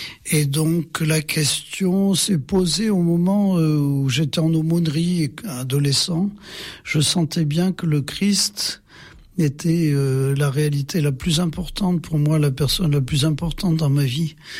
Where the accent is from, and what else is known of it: Limoges, Nouvelle-Aquitaine, France